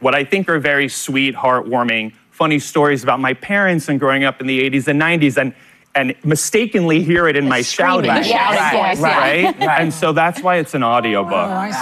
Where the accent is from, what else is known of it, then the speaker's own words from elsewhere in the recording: New York City, New York, United States; I grew up in Queens, which is right outside of Manhattan, which is kind of an interesting place because you're so close to the center of everything, but still so far away.